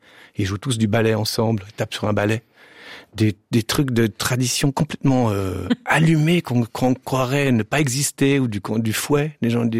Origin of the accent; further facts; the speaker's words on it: Switzerland; now in France; ça fait donc 25 ans, 20 ans que je suis en France. Je suis un Suisse en France et chaque fois que je dis que je suis Suisse